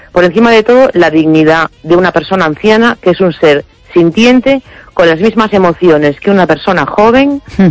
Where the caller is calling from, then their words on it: A Coruña, Galicia, Spain; Hola, Esther, buenas noches … de La Coruña.